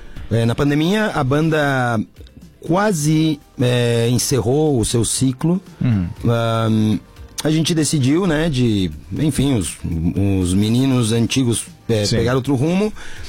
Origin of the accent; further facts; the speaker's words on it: Jaguarão, Rio Grande do Sul, Brazil; É de Santa Vitória e eu me criei em Jaguarão.